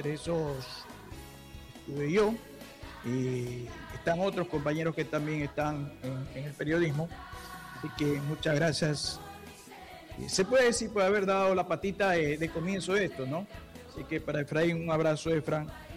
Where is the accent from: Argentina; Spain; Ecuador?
Ecuador; mi tierra es ecuatoriana y mi tierra es pobre, triste